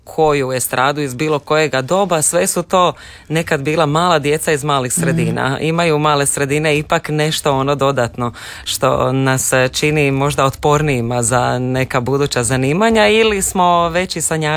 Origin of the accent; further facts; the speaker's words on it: Šibenik-Knin County, Croatia; kod nas u Šibensko-kninskoj